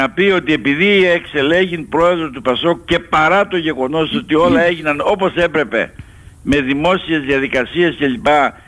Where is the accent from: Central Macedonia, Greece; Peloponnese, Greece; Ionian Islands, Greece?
Ionian Islands, Greece; Vasilikos, Zakynthos; born there; moved away; θα επισκεφτώ το σπιτάκι που γεννήθηκα στο Γάμπαρα, στο Βασιλικό, κατά από τη Δάφνη.